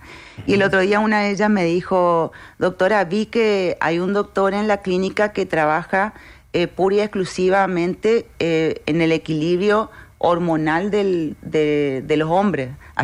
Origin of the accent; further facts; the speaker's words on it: Argentina; moved away as an adult; now in Paraguay; yo soy argentina, yo vine en el 2001